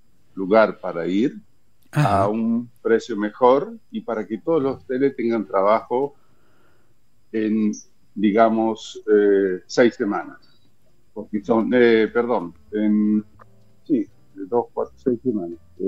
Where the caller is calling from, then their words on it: Poland; estoy viviendo en Polonia.